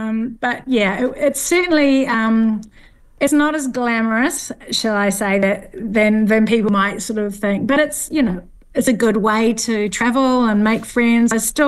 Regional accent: Northland, New Zealand; From a foodie family background, growing up in the Bay of Islands, we grew everything. We fished every day.

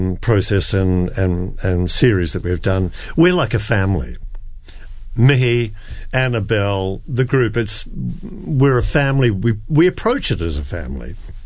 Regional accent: New Zealand; as a New Zealander.

